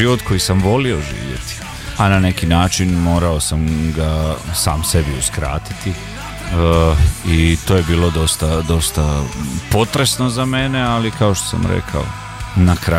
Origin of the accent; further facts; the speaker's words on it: Valpovo, Osijek-Baranja County, Croatia; oni su iz Županje, ja sam iz Valpova. Oba mjesta su, znaš, Slavonci smo